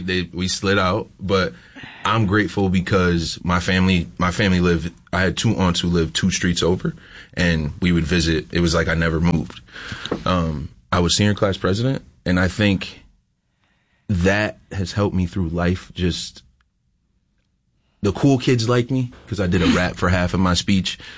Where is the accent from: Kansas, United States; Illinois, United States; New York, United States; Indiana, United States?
New York, United States; Spencerport; I grew up in Rochester, but specifically Spencerport.